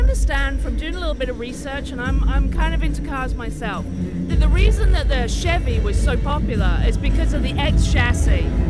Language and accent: English; England, United Kingdom; moved away; You know, I'm from England, so we don't use a lot of Spanish.